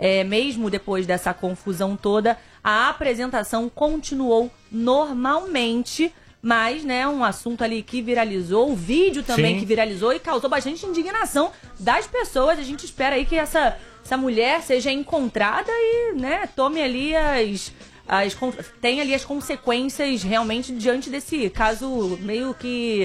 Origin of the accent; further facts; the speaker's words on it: Brazil; Não, gente, somos brasileiros.